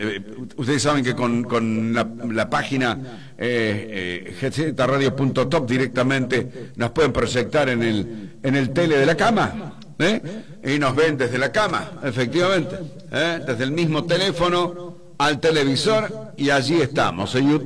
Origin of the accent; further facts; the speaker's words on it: Ceres, Santa Fe, Argentina; En el norte de nuestra provincia de Santa Fe, yo dije, soy de Ceres